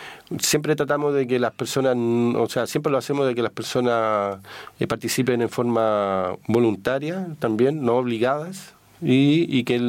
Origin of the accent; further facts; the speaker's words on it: Chile; somos chilenos